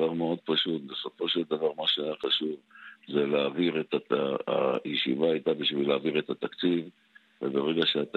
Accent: Jerusalem, Jerusalem District, Israel; אני זוכר את התקופה, אני ירושלמי, שהתפוצצו פה אוטובוסים

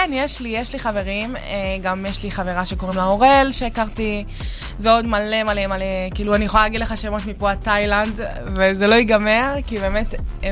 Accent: Pardes Hanna-Karkur, Haifa District, Israel; born there; נולדתי בפרדס חנה קרקור.

